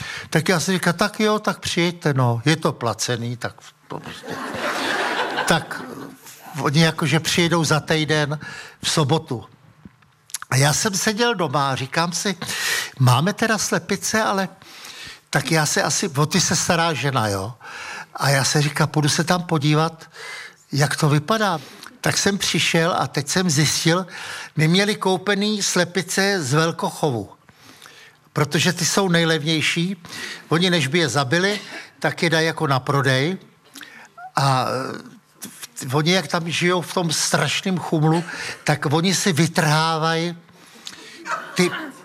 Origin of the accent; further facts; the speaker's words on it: Prague, Czechia; born there; now in near Prague, Czechia; No, já jsem rozenej Pražák přímo z Václaváku.